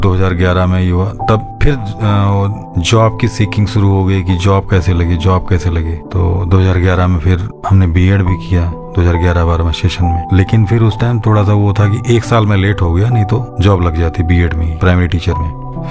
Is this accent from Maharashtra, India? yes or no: no; Uttar Pradesh, India; तो हमारा जो इलाका है उधर का वो बाढ़ से बहुत प्रभावित होता है, तरबगंज और करनेलगंज